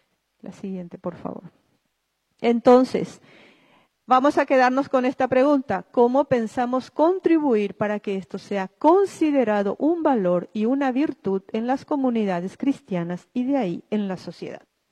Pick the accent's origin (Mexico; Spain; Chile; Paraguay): Paraguay